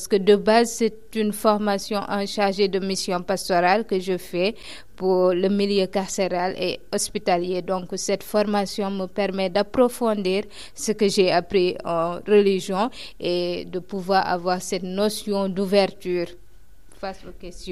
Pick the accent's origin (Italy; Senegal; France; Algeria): Senegal; moved away; je suis sénégalaise